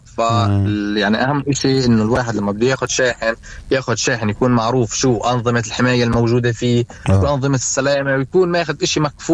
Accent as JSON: {"language": "Arabic", "region": "West Bank", "country": "Palestine", "said": "عندنا في الضفة"}